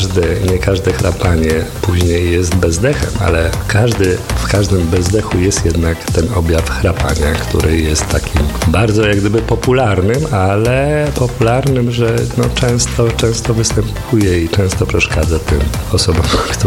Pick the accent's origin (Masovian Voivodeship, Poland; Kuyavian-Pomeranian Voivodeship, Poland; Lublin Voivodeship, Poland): Masovian Voivodeship, Poland; Warsaw; born there